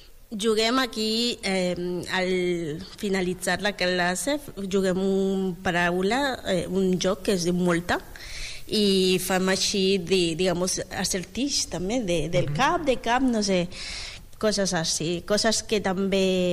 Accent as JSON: {"language": "Catalan", "country": "Bolivia", "moved": "as an adult", "lives_now": "Spain", "said": "Ah, soc boliviana."}